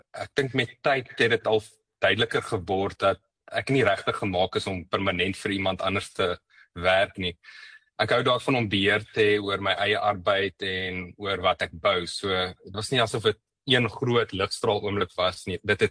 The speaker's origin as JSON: {"language": "Afrikaans", "town": "Johannesburg", "region": "Gauteng", "country": "South Africa", "tie": "born or raised there", "said": "Ek het in Johannesburg groot geword in 'n huis waar werk en dissipline en verantwoordelikheid belangrik was."}